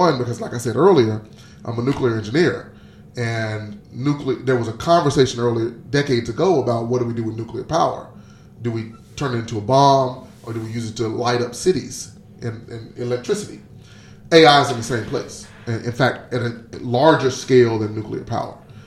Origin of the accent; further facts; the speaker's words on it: Hughes, Arkansas, United States; Well, my dad's from Hughes, and so I grew up basically in Hughes as well. So I'm from the Delta.